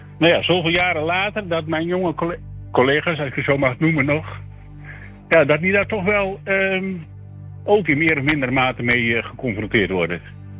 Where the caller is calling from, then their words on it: Deventer, Overijssel, Netherlands; Ik woon in Deventer